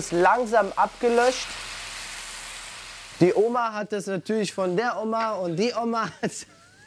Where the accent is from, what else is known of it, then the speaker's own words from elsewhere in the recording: Germany; Ich kenne es auch aus meiner Jugend in Deutschland